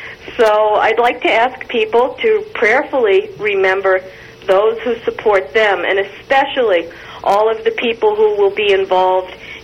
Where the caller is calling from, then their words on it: New Jersey, United States; I'm calling from New Jersey.